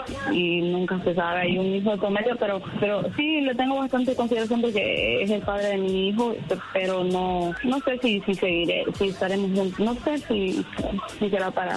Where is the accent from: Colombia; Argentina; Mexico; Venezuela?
Mexico; born there; Nací ahí en México, sí, y tenía bastante comunicación así y todo, pero...